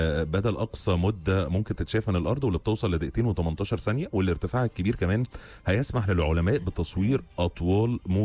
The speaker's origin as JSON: {"language": "Arabic", "country": "Egypt", "said": "عندنا في مصر"}